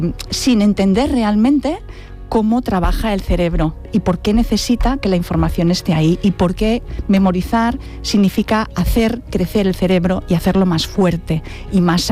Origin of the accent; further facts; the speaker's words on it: Barcelona, Catalonia, Spain; De Barcelona, de Barcelona.